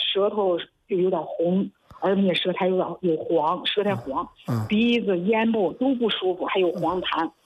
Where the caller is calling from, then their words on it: Shijiazhuang, Hebei, China; 我是石家庄的。